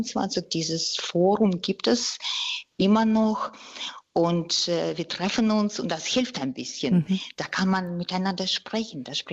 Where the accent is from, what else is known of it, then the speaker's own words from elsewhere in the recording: Russia; Also wie gesagt, ich komme selbst aus Russland